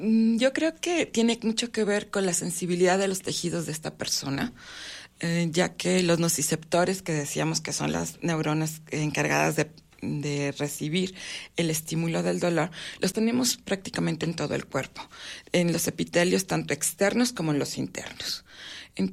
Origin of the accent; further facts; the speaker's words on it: Durango, Mexico; si tú te vas al norte, hablo yo de mi tierra de Durango